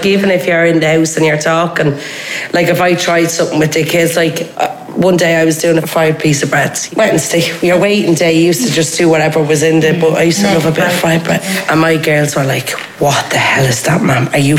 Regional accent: Cork, Munster, Ireland; now in Dublin, Ireland; I'm from Dublin. I was originally from Cork and my mum was from Bray.

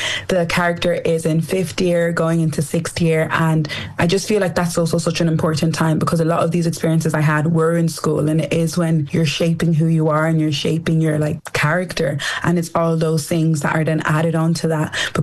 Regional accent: Nigeria; People are also like, oh, you hate being Nigerian. I literally love being Nigerian, because again, that's another part of who I am.

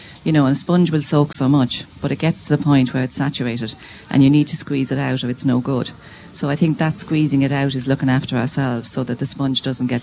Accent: Carlow, Leinster, Ireland; I suppose I'm from Carlow

